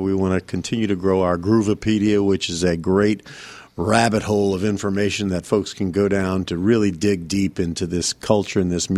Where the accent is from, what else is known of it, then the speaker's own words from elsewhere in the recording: New Orleans, Louisiana, United States; You know, New Orleans has its warts like many places, but there are some things that are unique to New Orleans, and OZ is one of the things we're very proud of, and it keeps us loving our hometown.